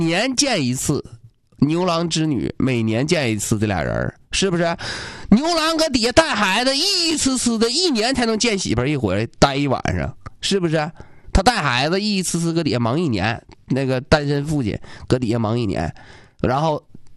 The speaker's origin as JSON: {"language": "Chinese", "region": "Jilin", "country": "China", "said": "我作为吉林人，"}